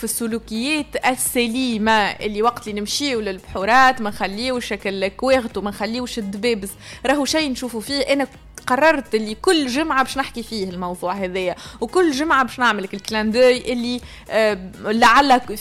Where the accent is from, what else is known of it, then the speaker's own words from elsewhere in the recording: Tunisia; عندنا متاحف رانا في تونس،